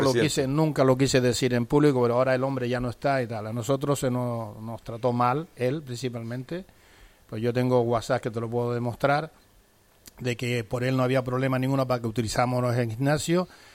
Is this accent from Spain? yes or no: yes; Adeje, Canary Islands, Spain; En Fañabé. Yo me crié en Adeje, Fañabé, del 60 al 69. Estuvimos 10 años ahí viv